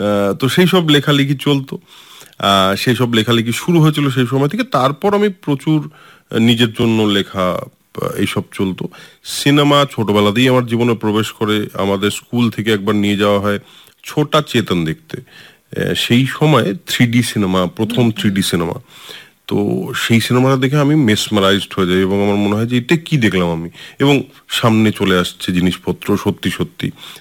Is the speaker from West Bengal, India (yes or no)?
yes; Siliguri, West Bengal, India; শিলিগুড়িতেই বেড়ে ওঠা, শিলিগুড়িতেই বড় হওয়া